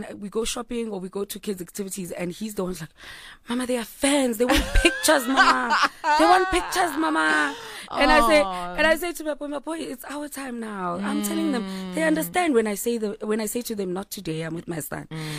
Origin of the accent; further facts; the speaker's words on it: Mthatha, Eastern Cape, South Africa; English is a second language; You know, my language is my pride. You know what I mean? Like, you better know. I'm from Mthatha, Mtshana.